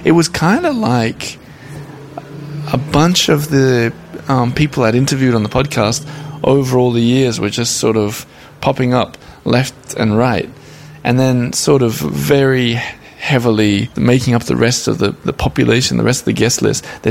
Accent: Australia; similar to how I felt a bit sort of out of place as an Australian there

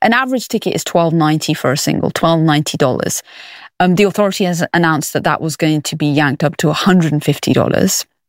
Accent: United Kingdom; I've experienced this as a Brit who went to the US last year.

